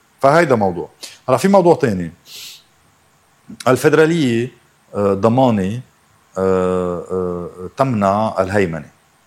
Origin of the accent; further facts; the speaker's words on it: Lebanon; نحن كلنا لبنانيين ما في فرق. نحن كلنا لبنانيين وفي فرق.